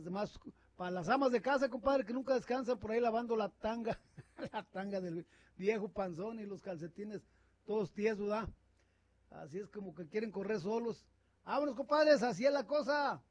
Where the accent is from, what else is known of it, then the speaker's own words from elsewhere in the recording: Michoacán, Mexico; now in United States; Yo cuando voy a Rupert también digo que soy de Michoacán, si no, cuidado.